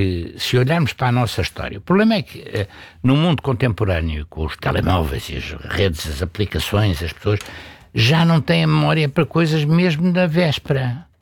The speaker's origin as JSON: {"language": "Portuguese", "country": "Portugal", "said": "o que o Partido Socialista me inspira a mim, como português e não como."}